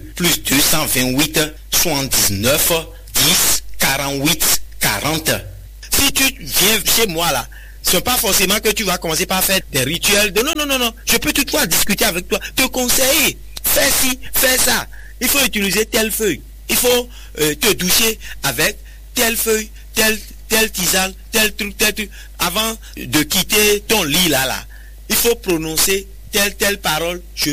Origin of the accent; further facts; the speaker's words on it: Benin; Moi, je suis béninois.